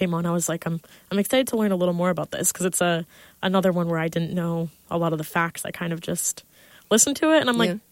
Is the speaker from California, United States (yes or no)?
no; Westbrook, Maine, United States; now in Portland, United States; Yeah, I'm from Maine. I'm right from Westbrook, so literally 10, 15 minutes away, but I still live on campus in Portland.